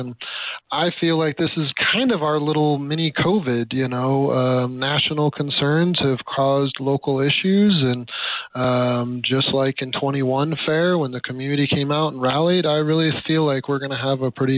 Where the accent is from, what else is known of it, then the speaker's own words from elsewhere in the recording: Alaska, United States; Yeah, I was fortunate to be born and raised in Alaska, and we traveled all over the lower 48 for summers